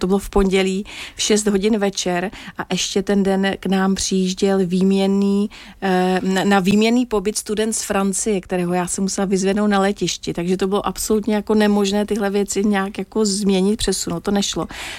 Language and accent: Czech; Vendryně, Moravian-Silesian Region, Czechia; moved away; já pocházím z Vendrině, ano, ty to vidíš, z Vendrině na Třinecku, na Slezsku, tedy velmi blízko k polským a slovenským hranicím